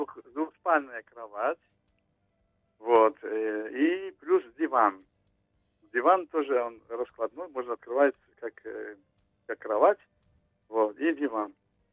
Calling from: Ramla, Central District, Israel; я из Рамли.

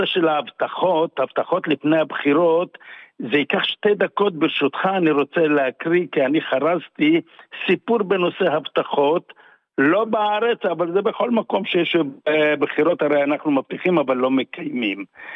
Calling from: Netanya, Central District, Israel

